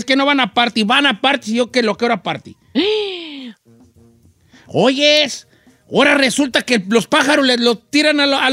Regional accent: Michoacán, Mexico; Yo soy de Michoacán.

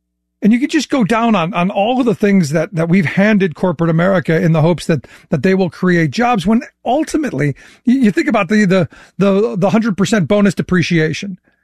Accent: Cleveland, Ohio, United States; like when I grew up in Cleveland, they gave them energy.

